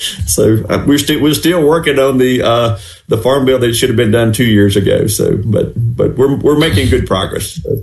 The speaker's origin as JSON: {"language": "English", "town": "Greenville", "region": "Mississippi", "country": "United States", "tie": "born or raised there", "said": "I grew up in Greenville and hunted and fished on Lake Ferguson too."}